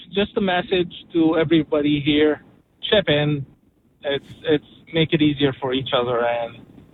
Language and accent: English; New Jersey, United States; born there; I was born here in the States, mm-hmm. but my parents are from Egypt.